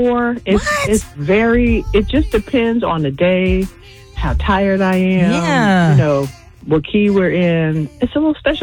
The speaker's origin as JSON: {"language": "English", "town": "Chicago", "region": "Illinois", "country": "United States", "tie": "born or raised there", "said": "Chicago, which is the city I grew up in and the city that raised me"}